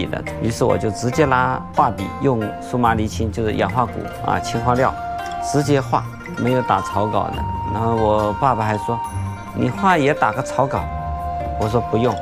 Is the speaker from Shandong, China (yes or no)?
no; Jingdezhen, Jiangxi, China; 我们家乡也通上了高铁，啊，这是让景德镇特别开心的事情。